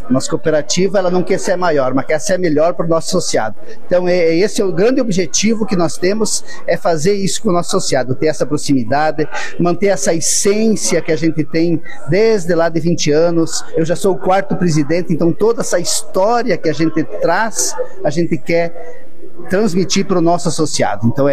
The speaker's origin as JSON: {"language": "Portuguese", "town": "Iraceminha", "region": "Santa Catarina", "country": "Brazil", "tie": "born or raised there", "said": "Iraciminha, minha terra natal."}